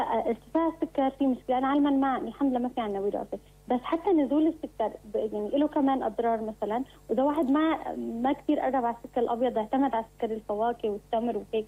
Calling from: Aleppo, Aleppo Governorate, Syria

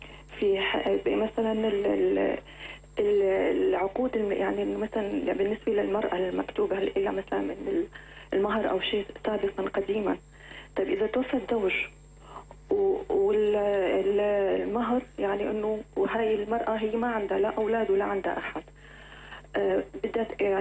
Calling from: Homs, Homs Governorate, Syria

